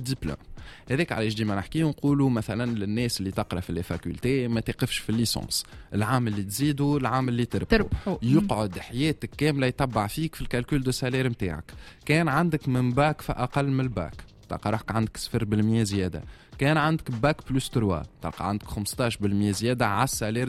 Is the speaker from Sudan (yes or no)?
no; Tunisia